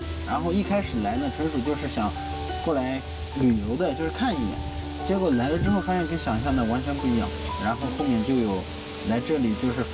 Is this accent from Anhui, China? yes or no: yes; Bozhou, Anhui, China; moved away as an adult; now in Xinjiang, China; 我是来自安徽亳州，我们就是一个种植中药材起家的一个地方。